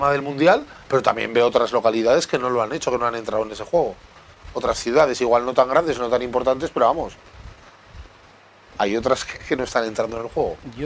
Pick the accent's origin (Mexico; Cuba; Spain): Spain; Zaragoza, Aragon; Pero como zaragozanos, no lo teníamos que querer.